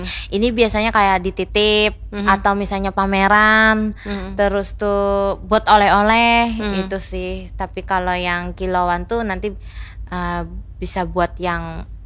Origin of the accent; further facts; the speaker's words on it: Banjarmasin, South Kalimantan, Indonesia; Kita dari Banjarmasin.